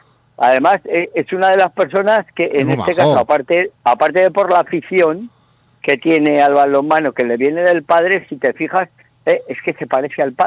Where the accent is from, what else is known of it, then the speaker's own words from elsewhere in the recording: Aragon, Spain; sobre todo a todo lo que nos hace tribu, como maños.